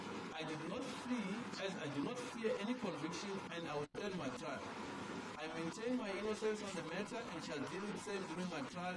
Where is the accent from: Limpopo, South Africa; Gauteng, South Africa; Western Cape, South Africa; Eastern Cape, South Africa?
Limpopo, South Africa; Giyani; also born or lived in Malamulele; I'm a citizen of South Africa with identity number 881213-0736-085. I was born in Malamulele on the 30th day of December 1988 and I'm currently 38 years old. I attended primary school as well as high school at Kanyisa Education Center situated in Giyani.